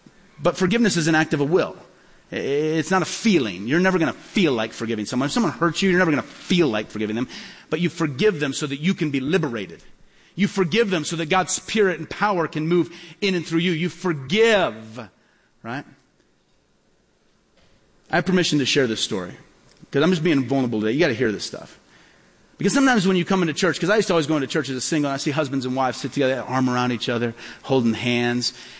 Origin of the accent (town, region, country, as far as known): Peoria, Illinois, United States; born or raised there